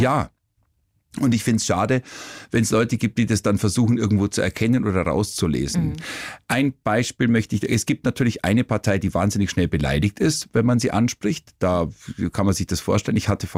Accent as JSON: {"language": "German", "town": "Kaufbeuren", "region": "Bavaria", "country": "Germany", "tie": "born or raised there", "said": "bin 66 geboren und ich hatte natürlich dann schon auch eben damals Schweizer Fernsehen bei uns im Allgäu in Kaufbeuren und österreichisch"}